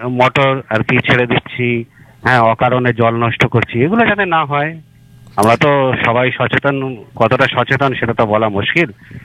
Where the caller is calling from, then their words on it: West Bengal, India; কথা বলছি দক্ষিণ চব্বিশ পরগনা থেকে।